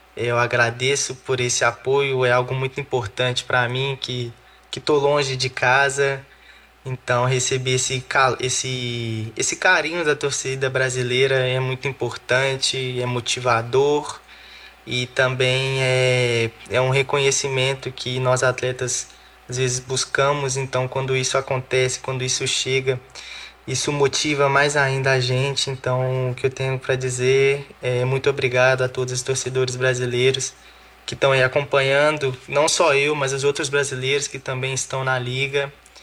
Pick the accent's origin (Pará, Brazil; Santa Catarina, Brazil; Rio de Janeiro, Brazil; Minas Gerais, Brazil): Minas Gerais, Brazil; Belo Horizonte; trajetória com 6 anos de idade jogando futsal em uma escolinha no meu bairro, que é o bairro Serrano, onde eu cresci em Belo Horizonte